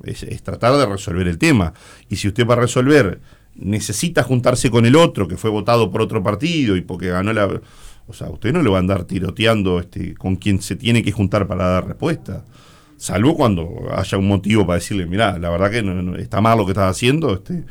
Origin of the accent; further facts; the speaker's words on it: Uruguay; porque me preocupan como uruguayo.